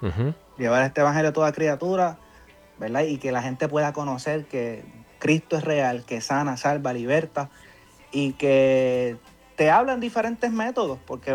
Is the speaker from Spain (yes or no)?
no; Puerto Rico; soy boricua.